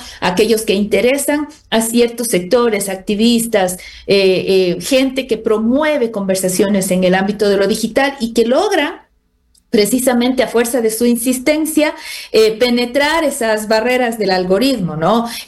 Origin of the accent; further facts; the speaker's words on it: Ecuador; en sociedades como la nuestra, como la ecuatoriana